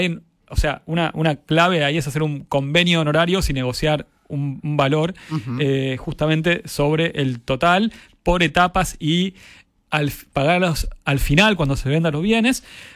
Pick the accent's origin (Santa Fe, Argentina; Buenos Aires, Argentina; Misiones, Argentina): Buenos Aires, Argentina; Iba a decir un pueblo en mi, porque soy tan porteño, pero es una ciudad en la provincia de Buenos Aires.